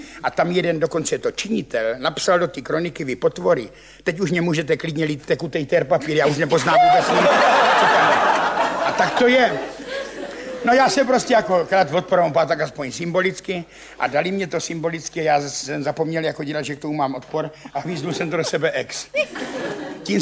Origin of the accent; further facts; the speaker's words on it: Ivančice, South Moravian Region, Czechia; jsem z Ivančic, ale nepiju